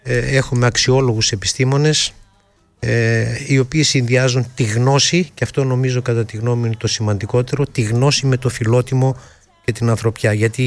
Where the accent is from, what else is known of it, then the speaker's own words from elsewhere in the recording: Paphos, Paphos District, Cyprus; also born or lived in Drama / Thessaloniki; Μεγάλωσα σε διάφορα μέρη της Ελλάδος, στη Δράμα, στη Θεσσαλονίκη, στην Κύπρο. Μάλιστα. Είμαι Κύπριος στην καταγωγή.